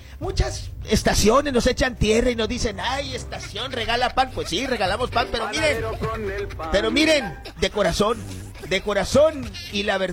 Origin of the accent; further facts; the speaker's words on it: Badiraguato, Sinaloa, Mexico; porque ya ves, yo soy de Badiraguato, mijo.